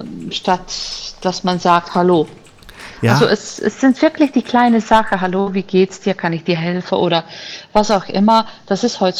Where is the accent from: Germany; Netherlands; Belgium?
Netherlands; born there; German is a second language; ich bin in der Niederlande geboren und ich fühle mich hier auch total zu Hause. Und aber trotzdem mit zwei Eltern, die aus Italien kommen, mein Vater kam aus Sardegna, meine Mutter aus Reggio Calabria